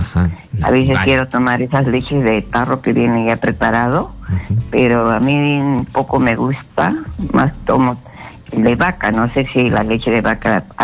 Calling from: Casma, Ancash, Peru; Te estoy llamando de Casma.

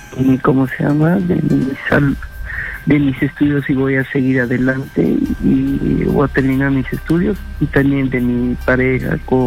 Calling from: Ayacucho, Peru

